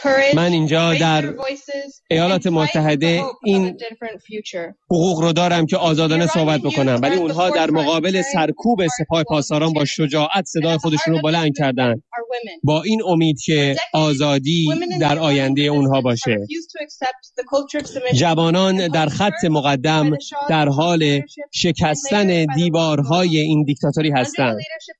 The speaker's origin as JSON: {"language": "Persian", "country": "Iran", "tie": "born or raised there", "said": "من در ایران بزرگ شدم."}